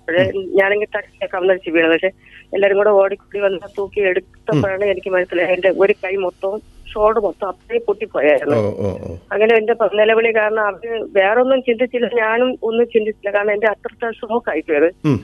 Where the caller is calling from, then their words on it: Palakkad, Kerala, India; പാലക്കോട് നിന്നാണ് വിളിക്കുന്നത്.